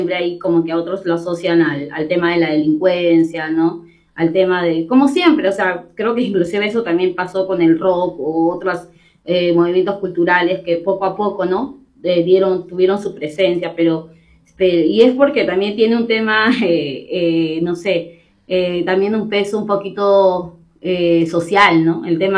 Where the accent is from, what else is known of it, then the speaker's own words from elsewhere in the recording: Lima, Peru; Yo vengo de Huaycán, entonces como que aquí en mi comunidad también tenemos locales comunales